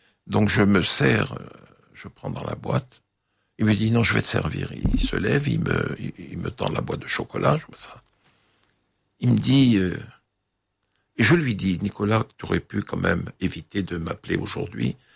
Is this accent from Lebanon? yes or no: yes; Lebanon; Je suis Libanais. Je connais cet homme.